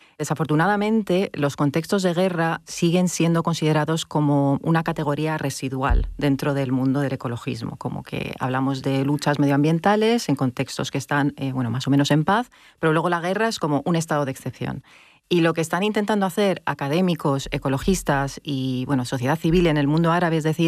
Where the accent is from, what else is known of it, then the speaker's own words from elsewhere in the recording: Lebanon; porque soy libanesa española, tengo pasaporte español